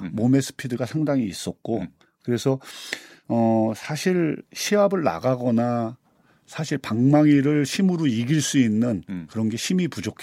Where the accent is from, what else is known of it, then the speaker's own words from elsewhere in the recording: Seoul, South Korea; also born or lived in North Jeolla; 좀 아쉽게도 서울에서 학교를 다 다니게 됐습니다.